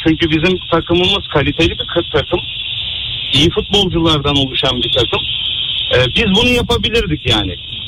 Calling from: Istanbul, Turkey; İstanbul'dan katılıyorum programa.

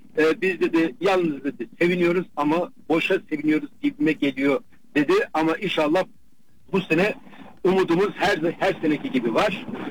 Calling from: Munich, Bavaria, Germany; Münih'ten arıyorum.

